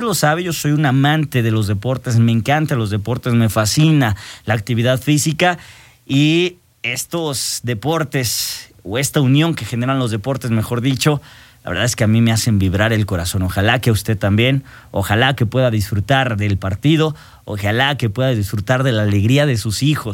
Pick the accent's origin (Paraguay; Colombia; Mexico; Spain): Mexico; siempre a donde voy soy el más mexicano